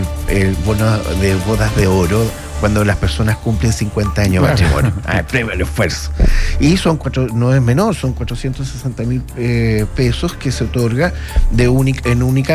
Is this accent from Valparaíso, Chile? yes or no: no; Chillán, Ñuble, Chile; moved away as an adult; now in O'Higgins Region, Chile; Yo no soy de acá de la región, provengo de Ñuble, de la ciudad de Chillán